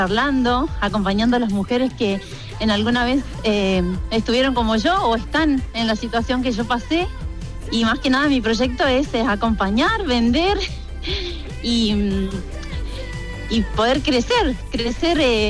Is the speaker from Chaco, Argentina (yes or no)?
yes; Chaco, Argentina; En ese momento estaba en Pilar, yo soy de Chaco.